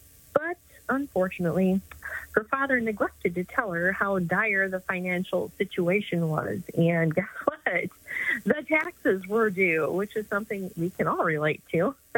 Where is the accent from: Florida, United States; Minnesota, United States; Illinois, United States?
Minnesota, United States; Minneapolis; I grew up in Minneapolis, in the hood of Minneapolis